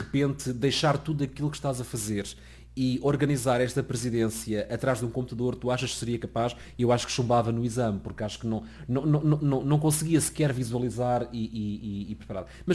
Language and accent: Portuguese; Portugal; moved away as an adult; now in Brussels, Belgium